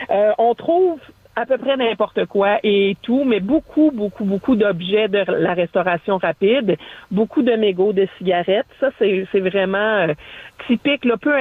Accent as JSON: {"language": "French", "town": "Rimouski", "region": "Quebec", "country": "Canada", "said": "moi, je viens de Rimouski"}